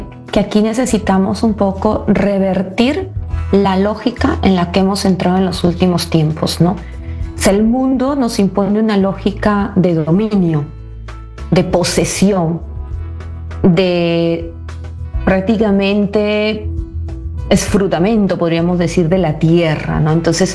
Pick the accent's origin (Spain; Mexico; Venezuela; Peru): Peru; yo soy peruana.